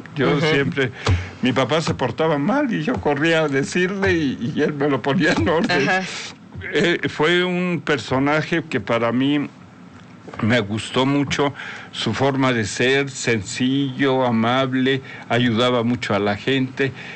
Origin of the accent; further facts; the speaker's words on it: Teziutlán, Puebla, Mexico; born there; Nací en Teziutlán, Puebla.